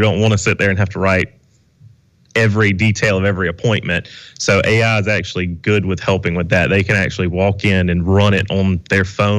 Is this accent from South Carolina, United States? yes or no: yes; Pinewood, South Carolina, United States; And I'm actually from Pinewood, South Carolina.